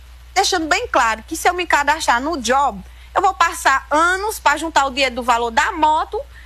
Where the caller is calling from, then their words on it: Brazil; Eu sou brasileira